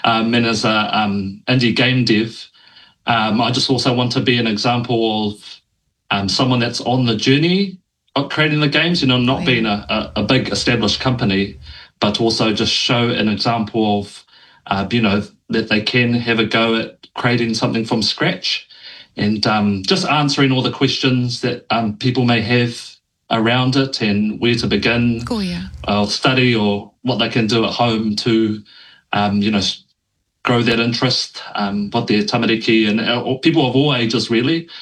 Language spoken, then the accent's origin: English; Tauranga, Bay of Plenty, New Zealand; I'm a junior Māori indie game developer. I'm from Tauranga, but I lived in Auckland studying game design